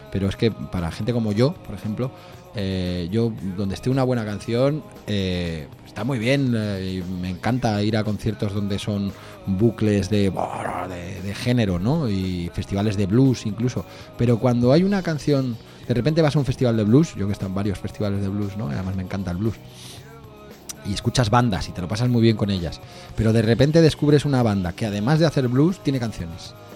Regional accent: Spain; Somos españoles

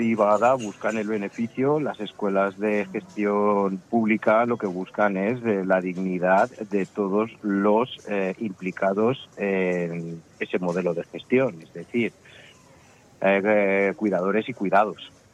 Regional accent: Leganés, Community of Madrid, Spain; yo por ejemplo, que soy de Leganés

